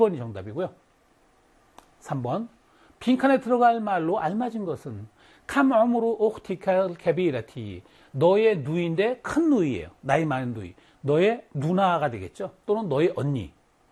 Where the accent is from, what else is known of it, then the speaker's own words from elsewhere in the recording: Wonju, Gangwon, South Korea; 나는 원주라고 생각하는데, 내 고향 원주가 제일 예쁘다고 생각하는데, 약간 그 개인적인 의견인 것 같아요.